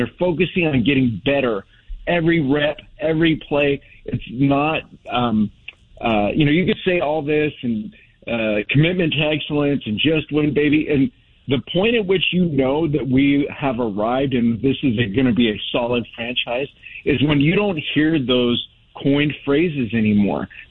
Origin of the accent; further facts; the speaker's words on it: California, United States; now in Oregon, United States; I'm originally from California